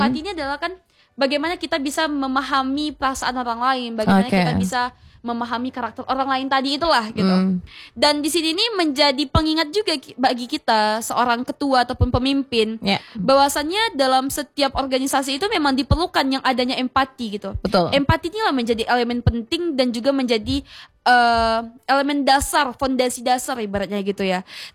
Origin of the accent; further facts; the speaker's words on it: Sumatra, Indonesia; kita orang Sumatera